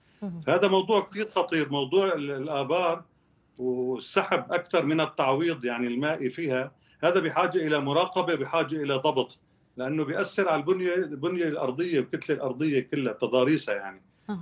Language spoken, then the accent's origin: Arabic; Syria